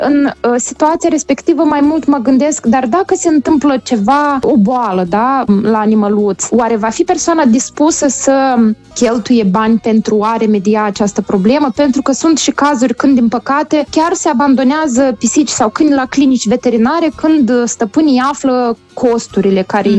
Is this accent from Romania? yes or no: no; Moldova; noi, ca moldoveni